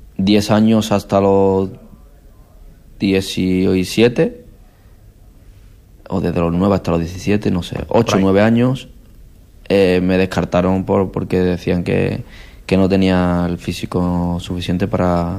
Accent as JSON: {"language": "Spanish", "country": "Spain", "said": "Somos españoles."}